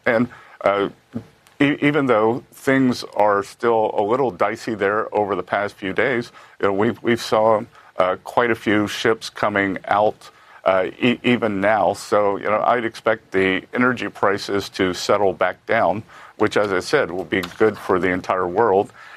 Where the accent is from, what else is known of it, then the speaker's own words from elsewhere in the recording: Charleston, South Carolina, United States; my hometown, Charleston, South Carolina